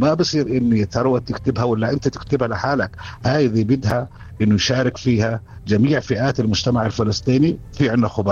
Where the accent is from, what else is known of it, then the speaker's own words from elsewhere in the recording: Palestine; أنا أكون كفلسطيني